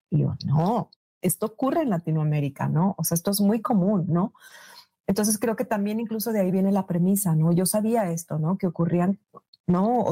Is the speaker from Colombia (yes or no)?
no; northern Mexico, Mexico; now in United States; en lugares de donde yo vengo en el norte